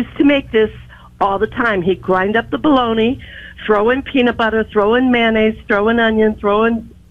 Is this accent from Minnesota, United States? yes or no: no; Ohio, United States; I grew up in Ohio